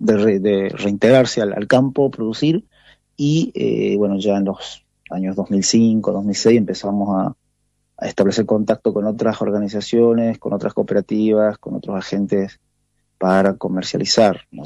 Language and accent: Spanish; Colanzulí, Salta, Argentina; Nosotros somos de Colanzulí, que está ubicado en el departamento de Iruya, en la provincia de Salta. Está bien al norte de la provincia de Salta